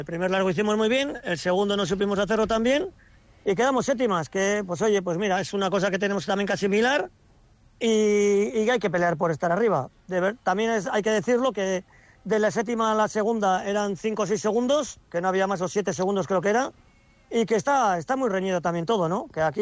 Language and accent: Spanish; Pasaia, Basque Country, Spain; soy de San Pedro, he remado también en San Pedro, y claro, los que somos de ahí de la bahía